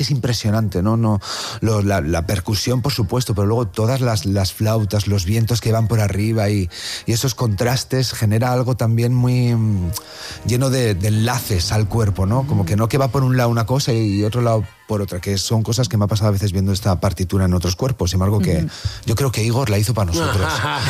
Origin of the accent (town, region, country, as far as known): Valladolid, Castile and León, Spain